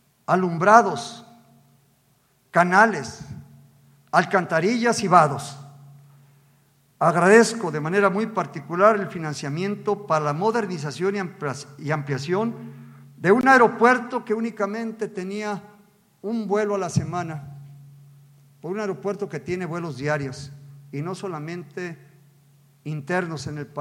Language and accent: Spanish; Tepic, Nayarit, Mexico; un río que representa muchas cosas para los que somos de Tepic